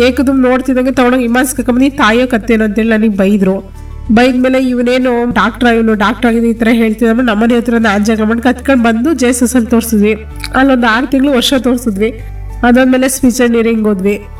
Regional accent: Boothanahalli, Karnataka, India; ನನ್ನ ಸ್ವಂತ ಅವರು ಪ್ರಿಯಾಪಟ್ಟಣ ತಾಲೂಕು ಬೂತ್ನಳ್ಳಿ ಅಂತೇಳಿ.

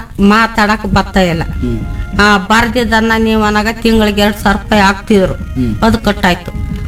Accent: Karnataka, India; ನಾವು ಹುಟ್ಟುತ್ತ ಇದೇ ಆಡಿ ಬೆಳೆದೋದು ಇದೇ ಆಡಿ ಇದೇ ಊರು

